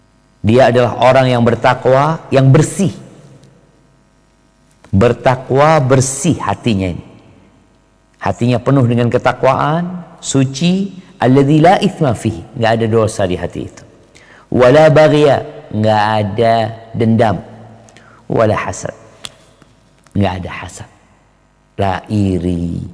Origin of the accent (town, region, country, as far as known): Indonesia